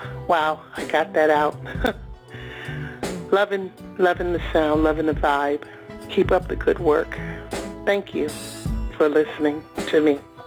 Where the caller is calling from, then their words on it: Washington, District of Columbia, United States; I'm calling from Northwest D.C.